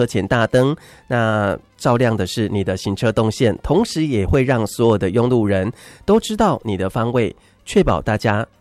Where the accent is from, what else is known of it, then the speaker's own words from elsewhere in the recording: Kaohsiung, Taiwan; moved away; 因为我是高雄人，